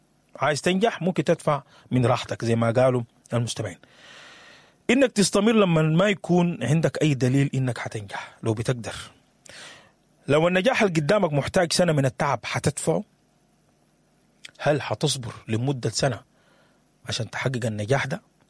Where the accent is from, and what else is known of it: Sudan